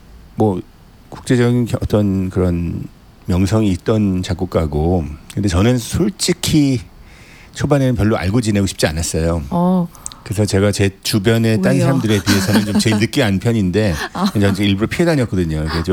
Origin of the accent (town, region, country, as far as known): Seoul, South Korea; born or raised there